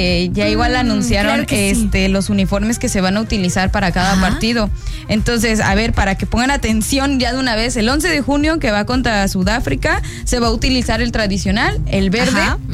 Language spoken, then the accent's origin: Spanish; Mexico; lo que somos los mexicanos